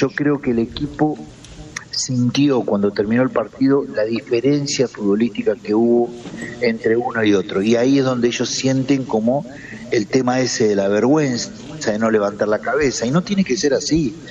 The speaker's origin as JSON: {"language": "Spanish", "country": "Argentina", "said": "la sensación que sentimos todos los argentinos"}